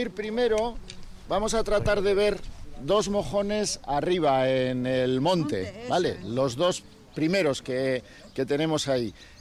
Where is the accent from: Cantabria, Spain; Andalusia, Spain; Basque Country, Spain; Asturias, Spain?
Basque Country, Spain; Alegría-Dulantzi; Porque nosotros somos de Alegría Duranchi.